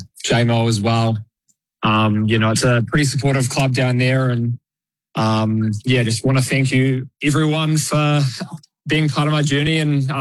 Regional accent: Christchurch, Canterbury, New Zealand; know, being a Cantabrian, we know how to go back to back. So, it's pretty special. But yeah, I guess growing up in Christchurch, you know, you always have that goal of, you know, being on the world stage.

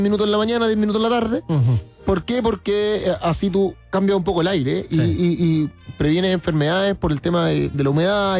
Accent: Concepción, Biobío, Chile; Y la leña, mira, lo que pasa con la leña, yo soy del sur, de Concepción.

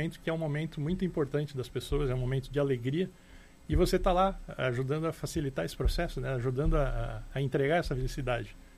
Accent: São Paulo, Brazil; eu sou de São Paulo, eu vim para cá em 2002, e eu morava num apartamento.

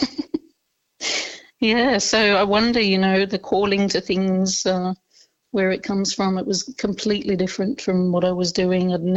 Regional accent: Melbourne, Victoria, Australia; also born or lived in Bellingen, New South Wales; I am from Naarm, Melbourne, living down here now. I was an old Bellingen local when I was just a little thing.

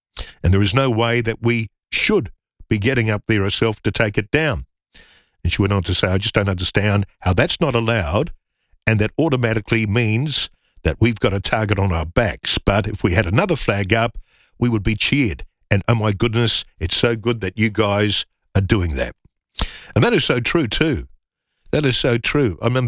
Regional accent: Australia; But I'm biased because I'm Australian and I was born here.

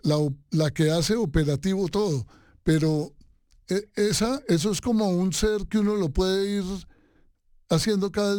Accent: Spain; Y te repito, como español, te felicito por esa super equipo.

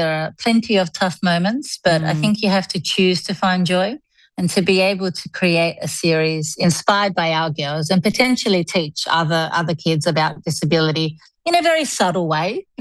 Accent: Sydney, New South Wales, Australia; now in Oxford, United Kingdom; Yes, yes, yeah. We're from Sydney. We're actually doing a house swap at the moment, met a lovely lady online. So we're living in her home in Oxford.

